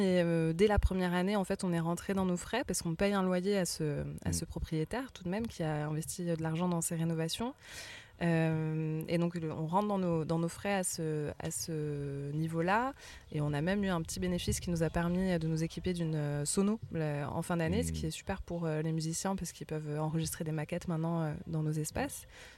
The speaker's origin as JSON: {"language": "French", "town": "Nestier", "region": "Occitanie", "country": "France", "tie": "born or raised there", "said": "moi, j'ai grandi dans le village d'à côté, à Nestier."}